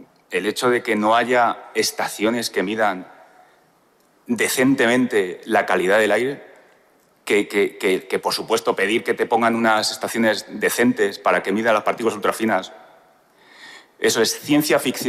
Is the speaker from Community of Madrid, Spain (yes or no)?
yes; Madrid, Community of Madrid, Spain; now in San Sebastián de los Reyes, Spain; Yo vengo de Madrid, vivo en San Sebastián de los Reyes